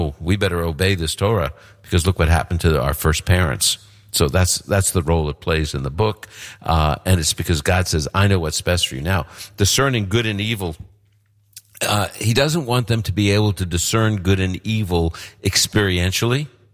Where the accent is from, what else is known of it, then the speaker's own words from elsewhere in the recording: New York City, New York, United States; I'm from Brooklyn. Not many shepherds there, just saying.